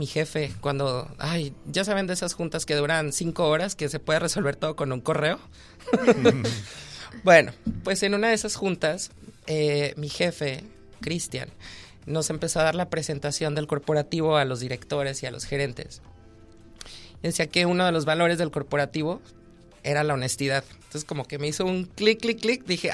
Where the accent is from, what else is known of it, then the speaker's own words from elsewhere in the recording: Guadalajara, Jalisco, Mexico; moved away as an adult; now in Tijuana, Mexico; Soy originario de Guadalajara, soy 100% tapatío, pero pues creo que ya tengo la residencia permanente en Tijuana, ya 6 años aquí viviendo.